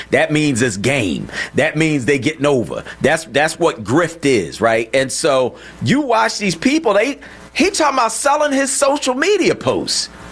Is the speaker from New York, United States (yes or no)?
no; Philadelphia, Pennsylvania, United States; And it's an insult to me personally as a Philadelphian, as a Pennsylvanian